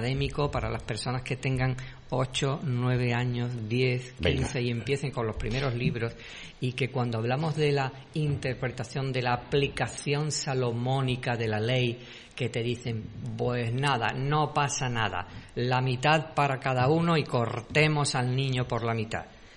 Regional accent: Andalusia, Spain; nosotros que somos de Broa del Guadalquivir

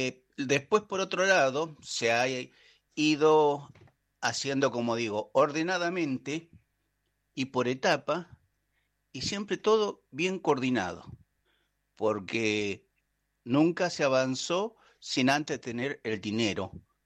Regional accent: Cipolletti, Río Negro, Argentina; maestro mayor de obra, nacido y criado en Cipolletti.

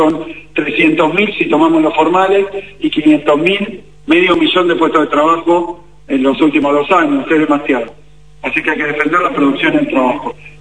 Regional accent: Argentina; somos argentinos

